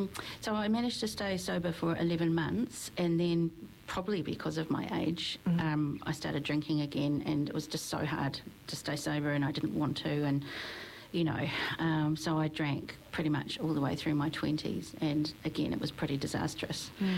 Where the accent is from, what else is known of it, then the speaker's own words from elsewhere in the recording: Auckland, New Zealand; I'm from Auckland. Came down a couple of days ago for a visit to do some work.